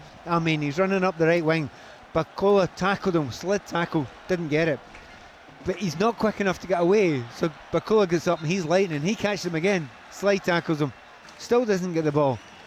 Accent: Scotland, United Kingdom; as a Scotsman.

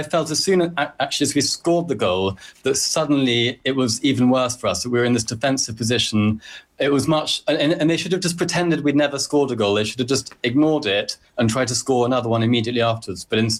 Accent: England, United Kingdom; I mean, I'm English, really. I live here. I grew up here. Argentina is a big part of my life.

